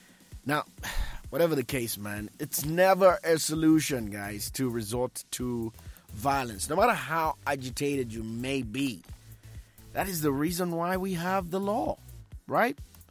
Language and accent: English; Ndola, Copperbelt, Zambia; moved away; That's my hometown